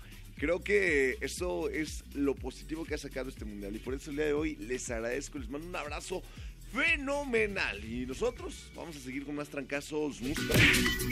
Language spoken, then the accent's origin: Spanish; Mexico; cómo somos como mexicanos